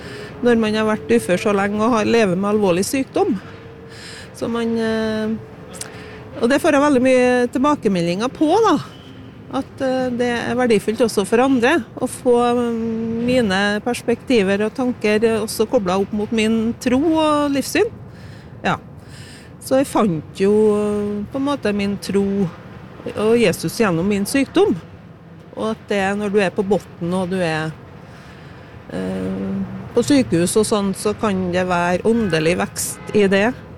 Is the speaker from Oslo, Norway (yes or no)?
no; Trøndelag, Norway; Ja, der det 60-70 innbyggere, der jeg kommer fra da, det hjemgården min, så det en trøndersk gårdsbruk.